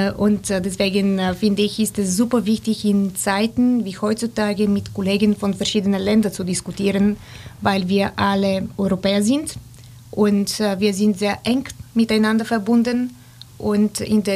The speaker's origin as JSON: {"language": "German", "country": "Bulgaria", "moved": "as an adult", "lives_now": "Germany", "said": "ich bin Bulgarin"}